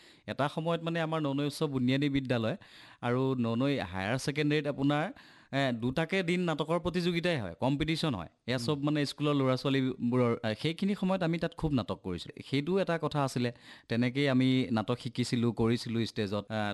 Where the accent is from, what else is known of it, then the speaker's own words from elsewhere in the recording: Nonoi, Assam, India; আৰু অভিনয়ৰ যাত্ৰাটো মোৰ আৰম্ভ হৈছে মোৰ সৰুৰে পৰাই, তৃতীয় চতুৰ্থমান শ্ৰেণীত পঢ়ি থাকোঁতেই ননৈত এটা এনি উমলা ঘৰ বুল